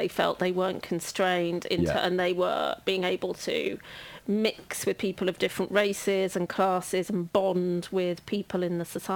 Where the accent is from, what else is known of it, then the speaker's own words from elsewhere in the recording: London, United Kingdom; growing up in London